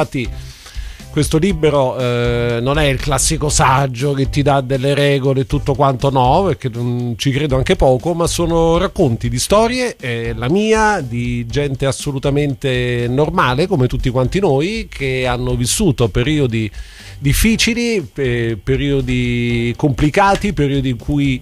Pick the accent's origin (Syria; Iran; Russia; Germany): Germany; Italian is a second language; now in Italy; perché sono tedesco, ho sempre avuto un po' un complesso sulla mia conoscenza dell'italiano